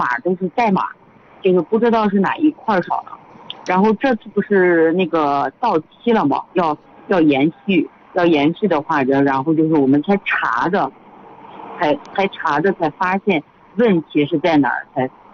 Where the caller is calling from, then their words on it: Yuncheng, Shanxi, China; 山西运城的。